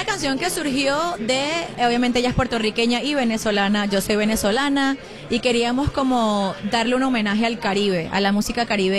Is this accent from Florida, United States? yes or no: yes; Miami, Florida, United States; now in New York, United States; So I was raised in Miami, but now I'm living half and half.